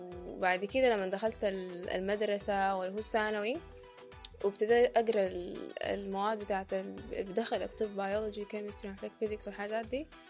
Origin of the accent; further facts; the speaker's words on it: Sudan; زي مثلا عندنا في السودان لما حصلت حرب ما كان عندي اوبشن بتاع لا لا لا لا انا ما حقدر اغير بيتي ولا حقدر اطلع